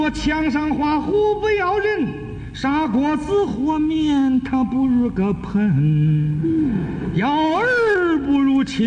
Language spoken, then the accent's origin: Chinese; Beijing, China; 像我来说，我可不是河南人，我是北京人。